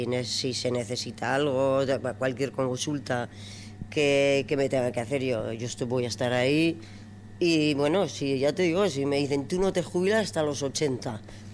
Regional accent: Navarre, Spain; moved away as an adult; now in Vitoria, Spain; yo estoy en Vitoria desde los 20 años. Sí, bueno, soy navarra, pero bueno, soy vitoriana. Llevo más tiempo viviendo en Vitoria que en mi pueblo, aunque tengo allí la casa y voy al pueblo. Pero bueno, yo vivo aquí

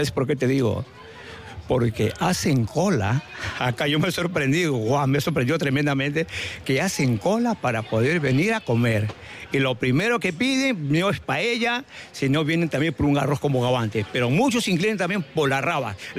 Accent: San Vicente de Cañete, Lima, Peru; moved away as an adult; now in San Vicente de la Barquera, Spain; Yo soy del Perú, soy de San Vicente de Cañete, que pertenece a Lima, a 2 horas de Lima. De San Vicente de Cañete venir a trabajar a San Vicente de la Barquera

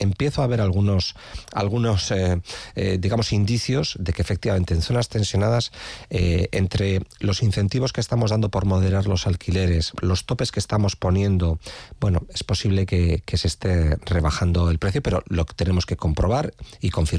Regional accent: San Sebastián, Basque Country, Spain; yo, que soy de Riberas y llevo más de 20 años viviendo allí

